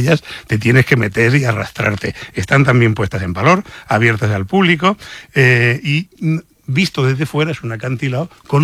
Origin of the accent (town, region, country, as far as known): Murcia, Region of Murcia, Spain